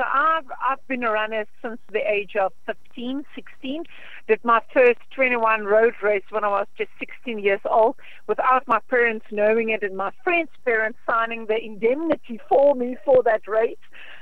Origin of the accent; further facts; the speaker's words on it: South Africa; also born or lived in Riversdale; now in George, South Africa; as a South African